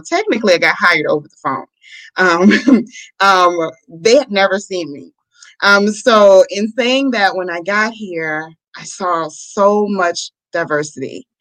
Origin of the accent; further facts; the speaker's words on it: New Orleans, Louisiana, United States; now in Houston, United States; growing up in New Orleans, it was never really a major factor because there's so many different cultures that are represented.